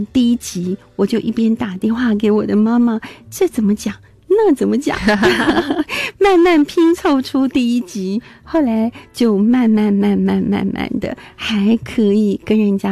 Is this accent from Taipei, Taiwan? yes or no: yes; Taipei, Taiwan; 我父母都是客家人、哦、可是我不是在客家庄长大的、 哦、 我是在台北我左邻右舍没人讲客语啊那时候就是会听然后讲不是很好